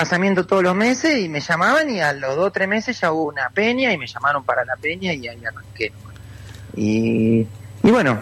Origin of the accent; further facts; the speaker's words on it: Fuentes, Santa Fe, Argentina; mi viejo tuvieron un comercio muy grande acá en Fuentes, en mi pueblo